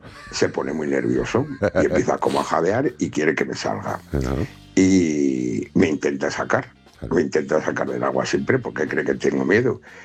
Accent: Segovia, Castile and León, Spain; soy de Segovia.

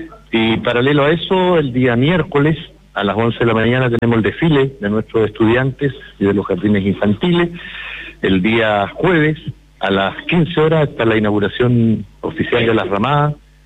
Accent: Chile; tienen que demostrar que somos chilenos

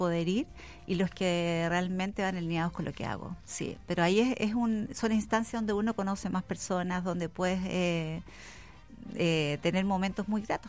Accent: San Vicente de Tagua Tagua, O'Higgins, Chile; born there; now in Santiago, Chile; de Santiago. Bueno, nací en San Vicente, Tahuatahua.

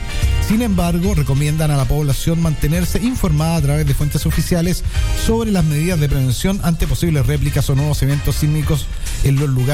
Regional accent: Chile

